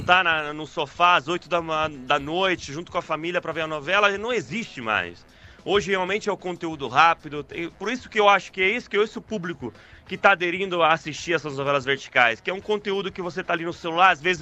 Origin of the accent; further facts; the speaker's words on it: Naples, Campania, Italy; Portuguese is a second language; now in Brazil; Nápoles, Itália.